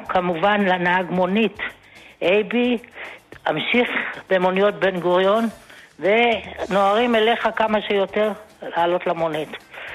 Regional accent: Haifa, Haifa District, Israel; born there; נולדתי בבית חולים רמב״ם, ולבן שלי קראו רמב״ם, כי הייתי בשמירת הריון.

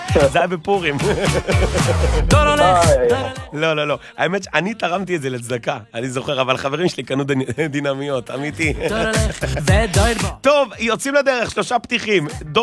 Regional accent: Bnei Brak, Tel Aviv District, Israel; גדלנו שם, כל חיים.

